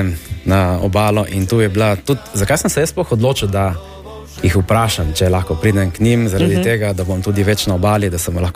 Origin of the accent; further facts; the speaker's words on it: Goriška, Slovenia; jaz prihajam iz Beli iz Goriške